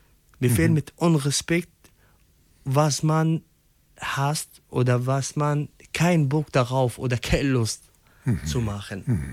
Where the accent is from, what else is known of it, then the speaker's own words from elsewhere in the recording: Syria; German is a second language; moved away as an adult; now in Germany; Ich oder die anderen Syrer, andere Menschen, die aus Syrien gekommen sind, einfach Mensch.